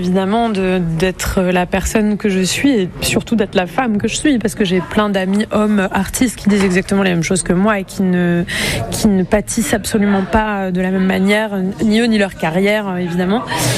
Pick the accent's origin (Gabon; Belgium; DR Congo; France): France; La Londe-les-Maures, Provence-Alpes-Côte d'Azur; moved away; also born or lived in Toulon; je suis née à Toulon et j'ai grandi à Lalonde, juste en face, de l'autre côté.